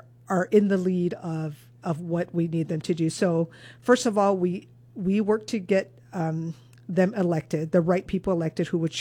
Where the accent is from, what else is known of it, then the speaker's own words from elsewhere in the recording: Mililani, Hawaii, United States; my hometown of Mililani or on my island.